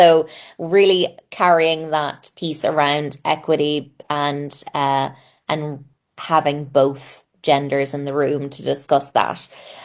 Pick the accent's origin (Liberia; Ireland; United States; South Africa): Ireland; as an Irish person